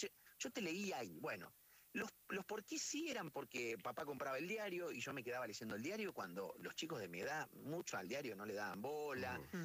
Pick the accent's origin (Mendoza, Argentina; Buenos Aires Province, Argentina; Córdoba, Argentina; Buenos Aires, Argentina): Córdoba, Argentina; born there; No nací en Rafaela.